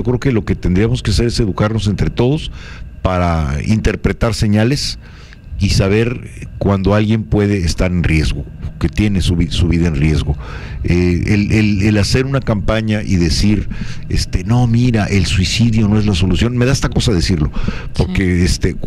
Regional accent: Mexico; Siempre somos mexicanos, siempre queremos a México

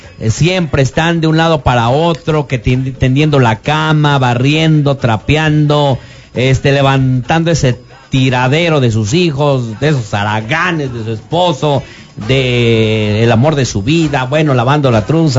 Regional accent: Mexico; nosotros los mexicanos

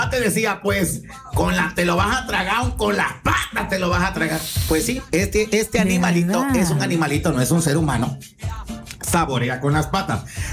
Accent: Tabasco, Mexico; Pues no, somos tabasqueños.

